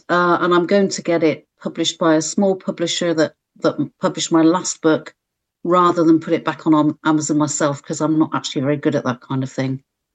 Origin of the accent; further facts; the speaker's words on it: Bromham, South West England, United Kingdom; now in Leamington Spa, United Kingdom; I grew up in the West Country.